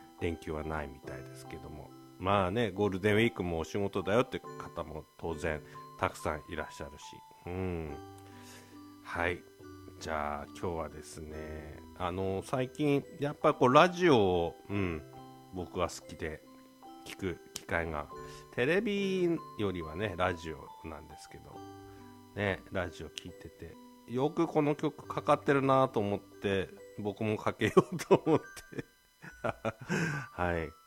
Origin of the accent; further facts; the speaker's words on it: Tohoku, Japan; 東北としては、東北人としては